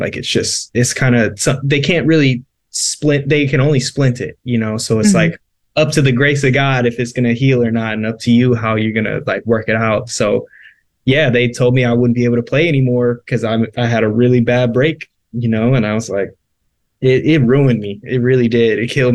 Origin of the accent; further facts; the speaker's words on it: Milwaukee, Wisconsin, United States; growing up in Milwaukee. You know, it's hard in Milwaukee. It's not easy.